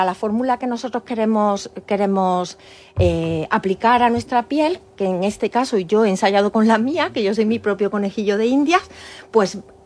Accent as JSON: {"language": "Spanish", "town": "Córdoba", "region": "Andalusia", "country": "Spain", "said": "Todos son aceite de oliva virgen extra de una almazara de Córdoba, de mi tierra"}